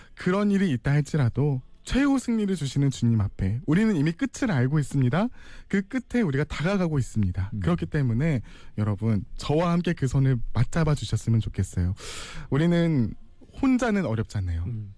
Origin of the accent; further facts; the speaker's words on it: Gwangju, South Korea; now in Busan, South Korea; 저도 고향은 광주인데